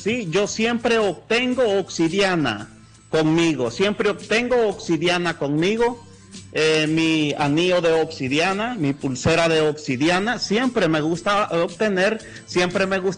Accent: Talanga, Francisco Morazán, Honduras; No le voy a decir de qué barrio, pero sí soy de aquí de Talanga. Ya tengo 10 años de estar escuchando a Doña Alba

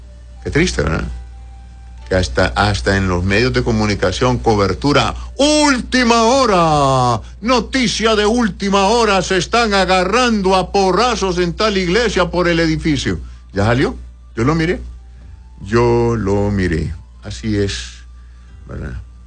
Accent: Honduras; born there; Yo no soy israelita y nunca voy a ser israelita. Yo nací como hondureño. Mis raíces son otras

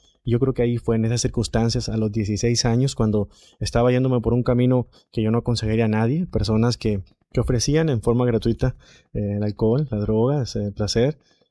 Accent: Sinaloa, Mexico; born there; Nací en Sinaloa, México.

